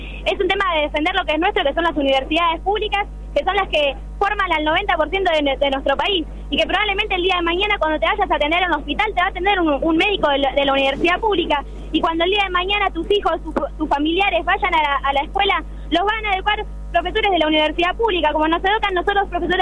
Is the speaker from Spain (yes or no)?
no; Los Polvorines, Buenos Aires Province, Argentina; nuestra universidad, que era la ciudad de los polvorines, yo nací, me crié y espero morir ahí